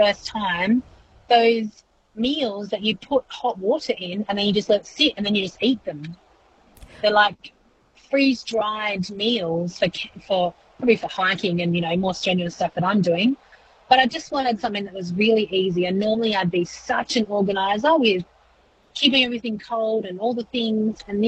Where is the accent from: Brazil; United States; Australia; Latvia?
Australia; Northampton, Western Australia; I grew up in Northampton